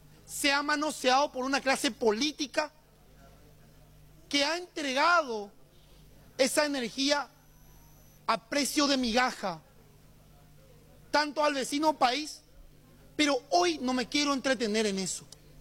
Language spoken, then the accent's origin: Spanish; Paraguay